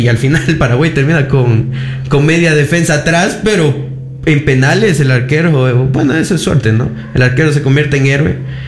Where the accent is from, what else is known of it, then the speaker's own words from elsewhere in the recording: Ecuador; nos duele como ecuatorianos